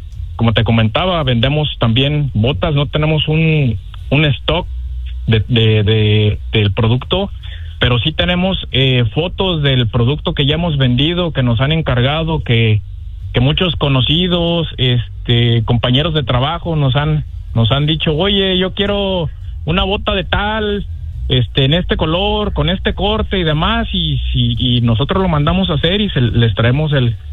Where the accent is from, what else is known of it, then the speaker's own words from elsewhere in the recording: Dolores Hidalgo, Guanajuato, Mexico; now in Mesquite, Texas, United States; yo soy originario de Dolores Hidalgo, Guanajuato.